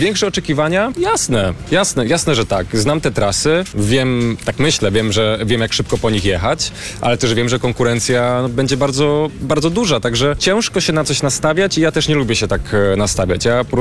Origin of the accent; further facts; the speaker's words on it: Silesian Voivodeship, Poland; Tak, no może jestem mało obiektywny, to jestem ze Śląska, także no, bardzo się cieszę, że rajd polski przyszedł na Śląsk